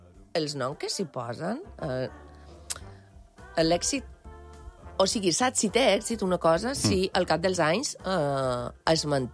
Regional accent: Valcarlos, Navarre, Spain; Sí, Valcarlos. Sí.

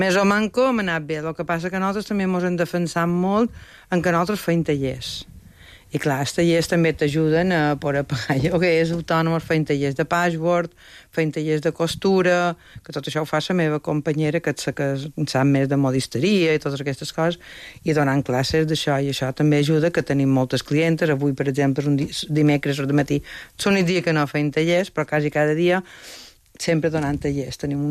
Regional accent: Balearic Islands, Spain; En sóc un mallorquí, la veritat que de cada pin menys.

